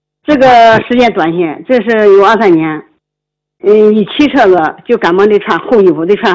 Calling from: Nanjing, Jiangsu, China; 我来自江苏南京的，

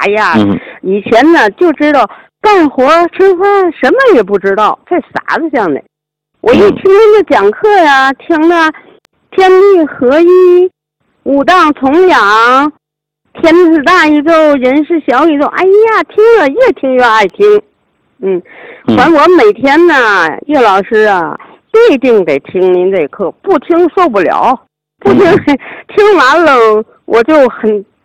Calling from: Tianjin, China; 我是天津的，

